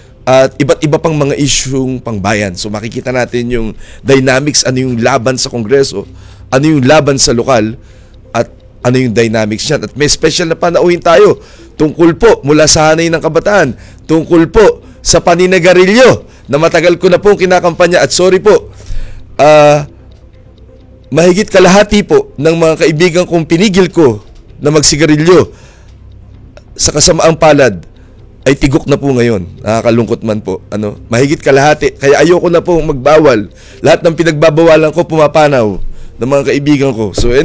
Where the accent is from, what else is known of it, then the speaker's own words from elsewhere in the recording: Pasig, Metro Manila, Philippines; sa bayan namin sa Pasig